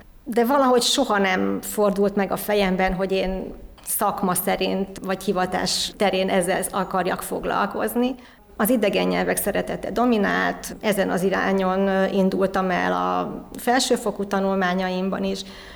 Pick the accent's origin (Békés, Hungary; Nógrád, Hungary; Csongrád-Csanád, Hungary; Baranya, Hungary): Baranya, Hungary; Pécs; born or raised there; moved away as an adult